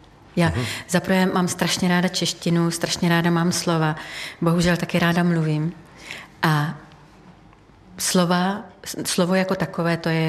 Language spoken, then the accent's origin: Czech; Petřkovice, Moravian-Silesian Region, Czechia; Petřkovicích.